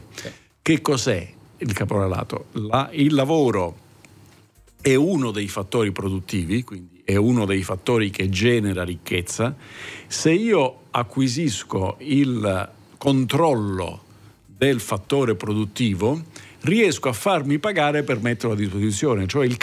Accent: Southern Italy, Italy; io lo dico da Terrone.

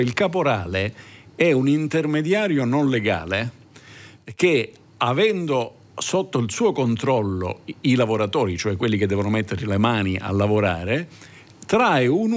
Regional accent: Southern Italy, Italy; io lo dico da Terrone.

